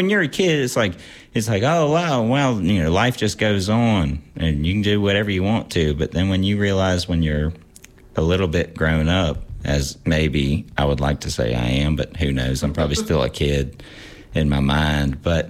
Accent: Clifton Forge, Virginia, United States; Growing up in Clifton Forge was, I'll say now, great, because I grew up on a farm.

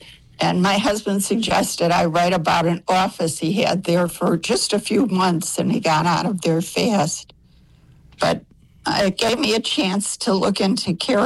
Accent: Chicago, Illinois, United States; moved away as an adult; now in Wisconsin-Illinois border, United States; I'm from Chicago, but right now I live in the country on the Wisconsin-Illinois border where I'm retired. And I'm originally a Chicago girl.

